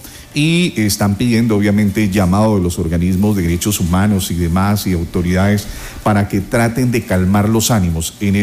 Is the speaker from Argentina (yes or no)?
no; Colombia; es que somos colombianos. Mire, somos colombianos